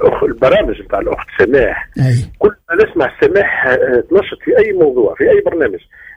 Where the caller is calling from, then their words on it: Mahdia, Mahdia Governorate, Tunisia; من المهدية.